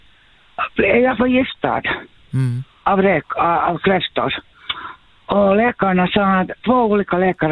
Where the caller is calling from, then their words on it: Ekenäs, Uusimaa, Finland; Jag är från Ekenäs, ja.